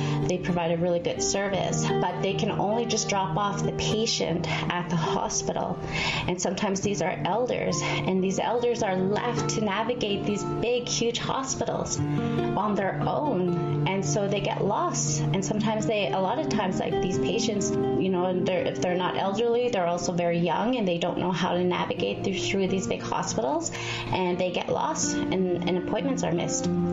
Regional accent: Fort Good Hope, Northwest Territories, Canada; moved away as an adult; now in Edmonton, Canada; I am from Forked Hope.

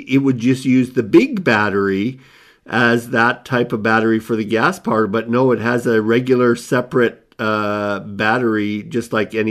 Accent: Nunavut, Canada; now in Yellowknife, Canada; we are in Yellowknife, which is shocking to me because I grew up in Nunavut.

